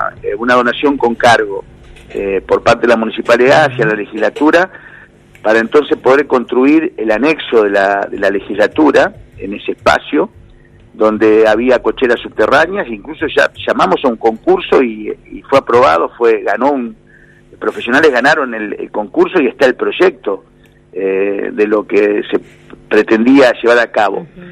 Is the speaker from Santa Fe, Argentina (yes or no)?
yes; Santa Fe, Argentina; la necesidad que yo siento como santafesino, ¿no? Que vengo, es mi segunda casa la ciudad de Santa Fe, todas las semanas estoy 3 días seguro en Santa Fe